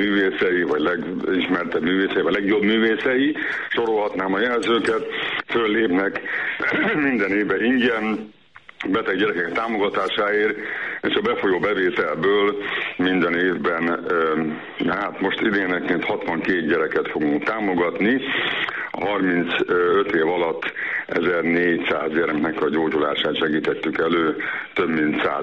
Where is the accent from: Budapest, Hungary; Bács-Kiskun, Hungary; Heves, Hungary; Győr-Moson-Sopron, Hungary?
Bács-Kiskun, Hungary; Kalocsa; Valóban Kalocsán, a szülővárosomban találtam ki ezt a mesét folytatni beteg gyerekekért